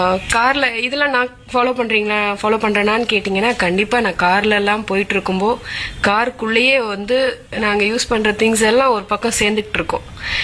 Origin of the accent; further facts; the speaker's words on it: Chennai, Tamil Nadu, India; நான் ஒரு மலையாளியா இருந்தாலும் பிறந்து வளர்ந்தது எல்லாமே சென்னை தான்.